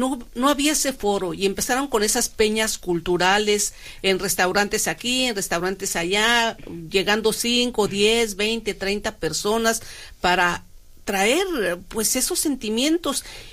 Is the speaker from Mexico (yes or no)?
yes; Mexico; tengo tantas experiencias de mi vida como migrante, como mexicana, como mujer